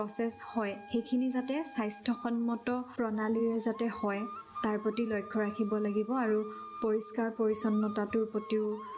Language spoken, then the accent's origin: Assamese; Kamalpur, Assam, India; মোৰ ঘৰ লখিমপুৰ জিলাৰ কমলপুৰত। মই ক্ষুদ্ৰ চাহ খেতিৰ লগত জড়িত। আমাৰ গাঁওখনৰ প্ৰায় 75% লোকেই চাহ খেতি কৰে, গতিকে মই সৰুৰে পৰা এই চাহ খেতিৰ প্ৰক্ৰিয়াটো দেখি আহিছোঁ।